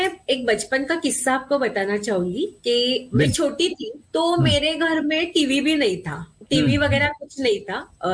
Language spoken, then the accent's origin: Hindi; Pune, Maharashtra, India; Actually मैं पूना से हूँ, महाराष्ट्र पूना से।